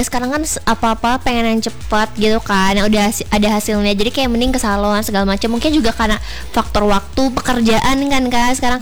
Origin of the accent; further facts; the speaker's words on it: Java, Indonesia; aku Jawa ya.